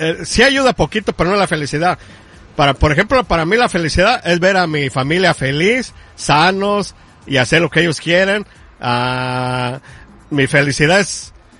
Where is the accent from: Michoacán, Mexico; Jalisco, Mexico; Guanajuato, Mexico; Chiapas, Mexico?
Michoacán, Mexico; Zacapu; born there; moved away; allá en mi pueblo. Zacapo, Michoacán.